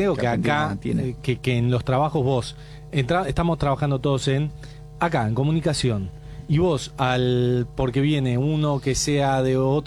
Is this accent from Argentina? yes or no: yes; Argentina